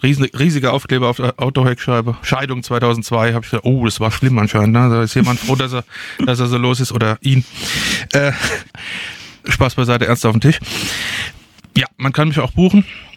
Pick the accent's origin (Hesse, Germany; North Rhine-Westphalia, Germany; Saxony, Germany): Hesse, Germany; Also ich bin Hesse, ja, der Hesse schenkt gern.